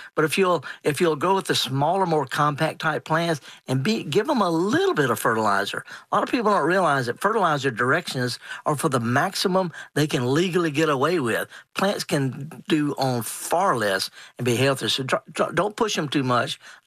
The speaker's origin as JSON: {"language": "English", "region": "Mississippi", "country": "United States", "said": "I'm from Mississippi."}